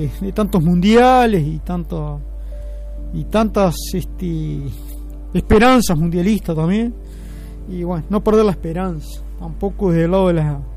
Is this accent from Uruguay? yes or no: yes; Uruguay